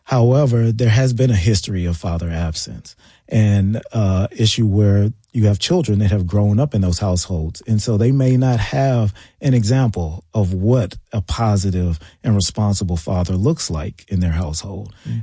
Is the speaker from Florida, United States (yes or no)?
no; Washington, District of Columbia, United States; also born or lived in Prince George's County, Maryland; we were born and raised in Washington, D.C., raised in the Prince George's County area.